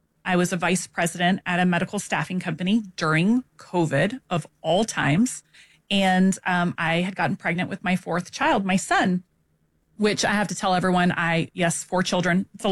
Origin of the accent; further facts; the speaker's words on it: San Antonio, Texas, United States; So born and raised in San Antonio, Texas, 44 years old as of today.